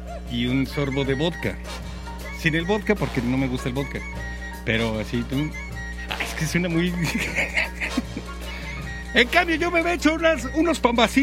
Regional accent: San Ángel, Mexico City, Mexico; No, yo soy de San Ángel. Allá. O lo que sería Torres de Miscuac también.

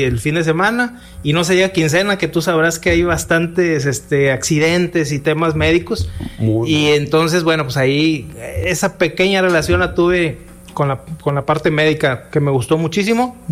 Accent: Monterrey, Nuevo León, Mexico; soy un regiomontano de cuarta, quinta generación, toda la vida. Mis papás, mis abuelos, de aquí de Monterrey. Luego tengo una parte de la familia que vivió en Montemorelos un tiempo.

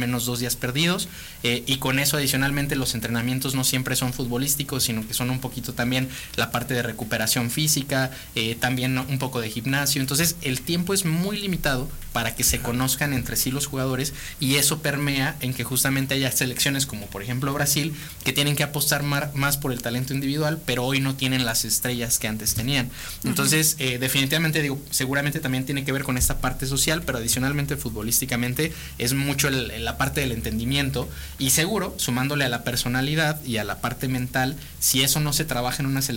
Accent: Mexico

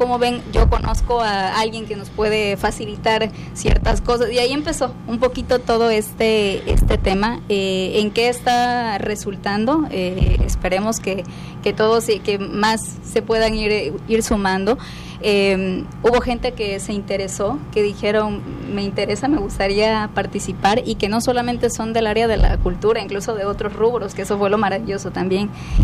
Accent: Tabasco, Mexico; nuestro ser como mexicanos, también como tabasqueños.

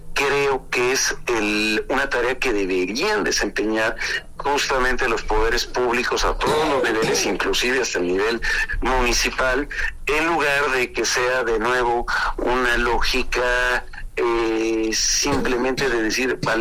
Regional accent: Mexico

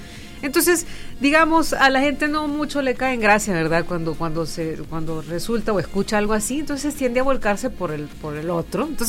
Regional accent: El Salvador; la jerga que tenemos los salvadoreños

